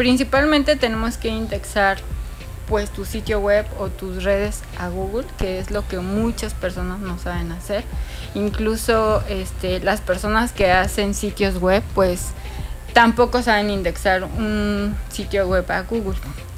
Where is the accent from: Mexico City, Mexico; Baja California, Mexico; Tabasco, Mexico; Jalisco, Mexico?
Mexico City, Mexico; moved away as an adult; now in Cancún, Mexico; soy de la Ciudad de México, tengo 4 años viviendo aquí en Cancún, amo la playa, soy muy feliz aquí